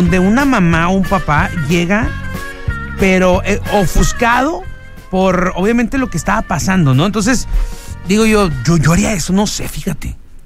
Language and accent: Spanish; Mexicali, Baja California, Mexico; Sí, yo soy de la Santa Isabel. Bueno, yo crecí en la Santa Isabel, efectivamente, amiga. Una colonia hermosa.